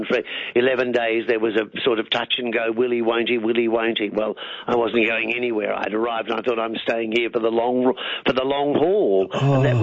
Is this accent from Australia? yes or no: yes; Agnew, Western Australia, Australia; born there; The day I was born, I was born in Agnew, which is further north than Gwalior. It was about 200 miles northeast of Kalgoorlie.